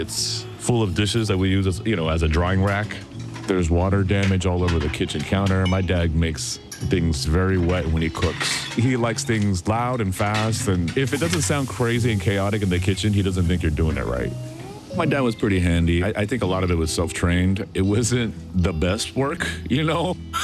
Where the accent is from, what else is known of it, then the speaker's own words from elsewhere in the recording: Houston, Texas, United States; I grew up in Houston, Texas. The house was built sometime in the 70s. It was somewhat of a new suburban neighborhood.